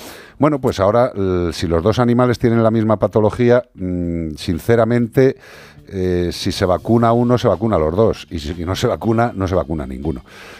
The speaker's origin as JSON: {"language": "Spanish", "town": "Écija", "region": "Andalusia", "country": "Spain", "said": "Soy de Écija, soy de Sevilla"}